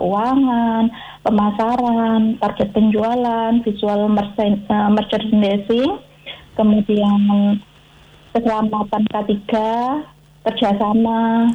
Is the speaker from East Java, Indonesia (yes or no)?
yes; Malang, East Java, Indonesia; moved away as an adult; now in Central Lampung, Indonesia; Dari Kota Malang, Jawa Timur. Kemudian saya kebetulan pindah ke Lampung itu sekitar bulan Desember. Lampung Tengah.